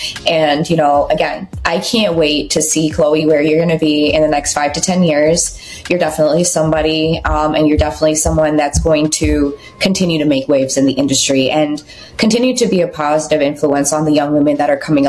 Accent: New York, United States; So I'm just like, as a New Yorker, I'm like, you know what, I need to just go to a just major Filipino area and just go eat the food.

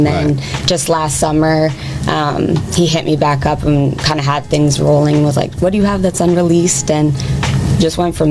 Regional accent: Calgary, Alberta, Canada; I'm from Calgary, Alberta, Canada.

